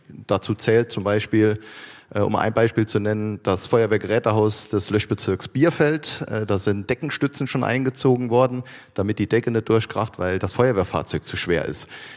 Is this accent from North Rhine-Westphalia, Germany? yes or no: no; Otzenhausen, Saarland, Germany; ich komme aus Otzenhausen, wir haben super engagierte Vereine